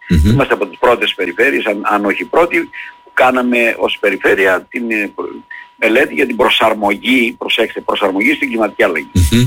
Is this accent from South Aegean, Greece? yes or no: no; Perachori, Crete, Greece; Ναι, στο χωριό μου το λένε, ειδικά στο Περαχωρί.